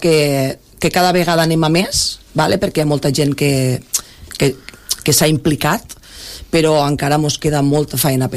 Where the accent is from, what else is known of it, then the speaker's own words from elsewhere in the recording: Tivenys, Catalonia, Spain; jo sóc mitja Tivenys, també, sí. Perquè ma iaia era de Tivenys i jo he passat la meva infància a Tivenys.